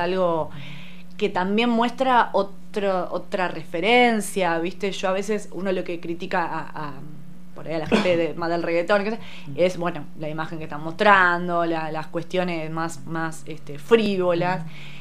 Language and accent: Spanish; Magdalena, Buenos Aires Province, Argentina; En Magdalena, pues somos de Magdalena